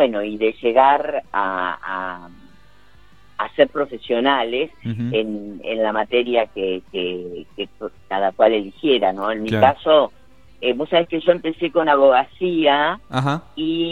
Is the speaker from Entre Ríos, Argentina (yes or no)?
yes; Gualeguay, Entre Ríos, Argentina; moved away as an adult; now in Buenos Aires, Argentina; Yo ya venía de Gualeguay con algunas cuestiones que tenían que ver con escribir.